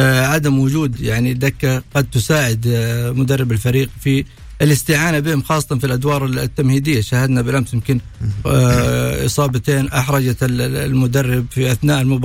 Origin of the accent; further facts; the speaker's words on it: Saudi Arabia